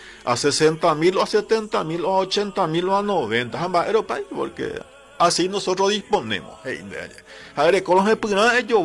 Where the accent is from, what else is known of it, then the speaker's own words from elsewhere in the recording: Carapeguá, Paraguarí, Paraguay; mi orgullo como carapegüeño y como paraguayo